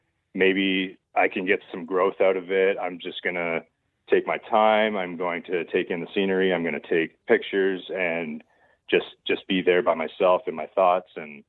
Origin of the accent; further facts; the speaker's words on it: Kearney, Ontario, Canada; So it was a spot that we went to a lot as kids. And then when my brother and I were older and we lived in Dorchester